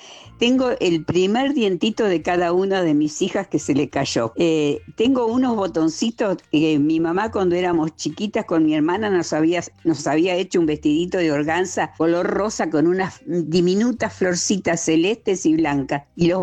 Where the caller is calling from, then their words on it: Rosario, Santa Fe, Argentina; de Rosario.